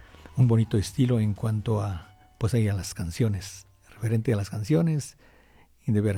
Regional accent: Huasteca, Mexico; mi pueblo, a mis huastecas.

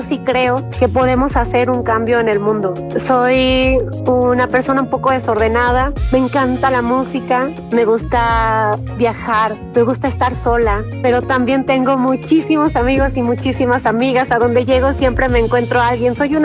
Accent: Ciudad Sahagún, Hidalgo, Mexico; Soy de Ciudad Sahagún, una ciudad mágica porque es la primera ciudad industrial nacida en México como ciudad industrial. O sea, primero llegaron las industrias y luego nace la ciudad.

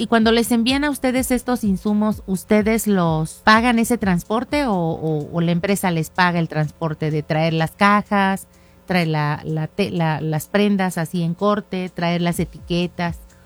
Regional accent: Zimapán, Hidalgo, Mexico; yo soy de Zimapán, mi mamá allá en Zimapán tenía una maquiladora pequeña, ¿verdad?

